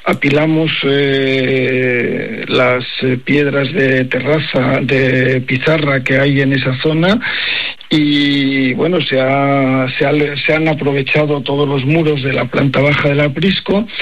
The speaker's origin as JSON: {"language": "Spanish", "region": "Castile", "country": "Spain", "said": "Yo soy castellano y siempre he trabajado entre Palencia y Soria, en tierra de campos"}